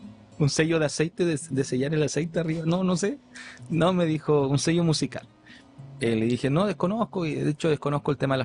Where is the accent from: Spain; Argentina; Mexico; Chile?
Chile; y somos todos de Chile